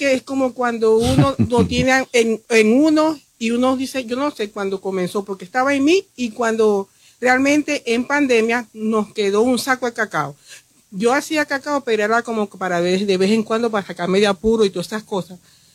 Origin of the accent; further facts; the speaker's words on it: Bobures, Zulia, Venezuela; yo vengo también de un pueblo donde también viví, y como también nos cuentan nuestros abuelos, nuestros antepasados, que tuvieron que trabajar nuestra tierra en sembrar el cacao, el café, la yuca, todo eso que es el sur del lago